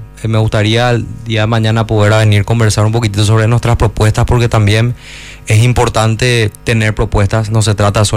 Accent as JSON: {"language": "Spanish", "town": "Luque", "region": "Central", "country": "Paraguay", "said": "nosotros somos luqueños, ¿verdad? Incluso hasta a veces se pone en duda si somos paraguayos antes que luqueños"}